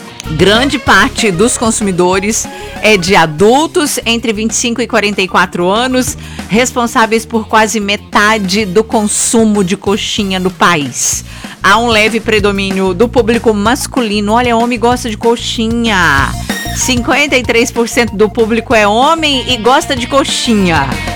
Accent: Minas Gerais, Brazil; now in Mato Grosso, Brazil; Eu sou mineira, imagina. Tem muito mais tempo que eu tô aqui no Mato Grosso.

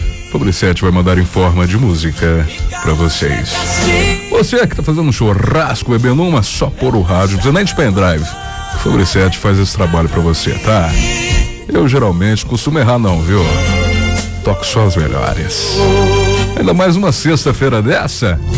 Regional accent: Araguari, Minas Gerais, Brazil; moved away; Eu não sou daqui nem dali. Eu sou lá de Araguari.

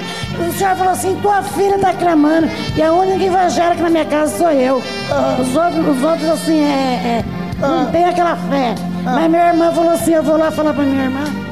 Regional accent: Guaraci, Brazil; Eu sou de Guaraci

